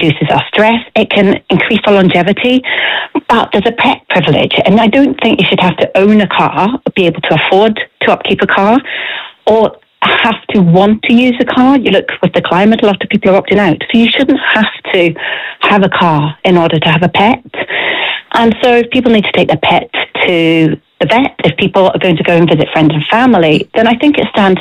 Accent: Scotland, United Kingdom; now in Ireland; I'm from Scotland. I've lived in Ireland 6 years.

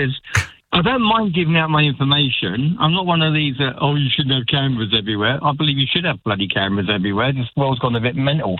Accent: England, United Kingdom; moved away as an adult; now in Ireland; Well, as an Englishman, yeah, we have those two forms of ID, which is our driving licence. And it took me, and I kid you not, 29 years in this country, because I only did it last year.

